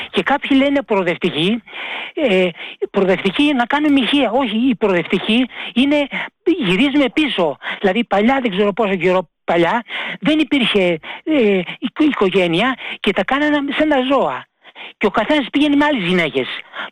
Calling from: Glyfada, Attica, Greece; από τη Γλυφάδα.

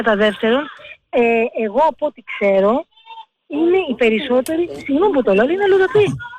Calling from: Greece; γιατί είμαι Ελληνίδα

